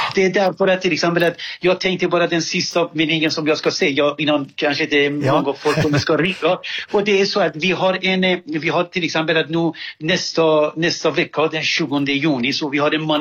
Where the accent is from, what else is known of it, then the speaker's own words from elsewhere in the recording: Iran; now in Sweden; Ja, jag är ursprungligen från Iran.